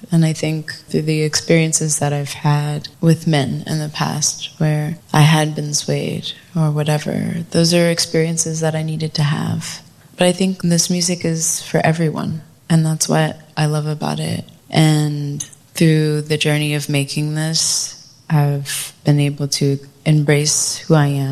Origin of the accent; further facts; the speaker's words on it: the South, United States; growing up in the South, my mom being white, my dad being Black, and growing up interracial